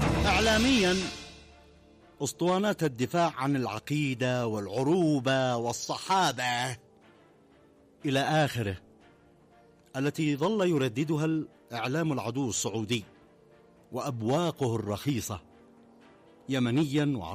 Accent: Yemen

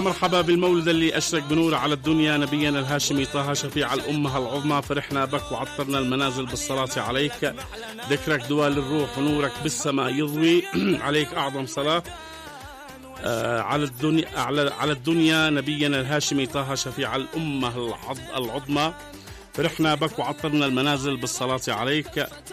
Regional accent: Taiz, Taiz Governorate, Yemen; كان عندنا في تعز منظر رباني أمطار من السماء

